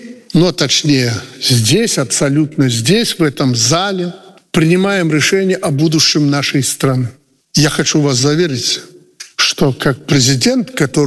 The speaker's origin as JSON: {"language": "Russian", "country": "Belarus"}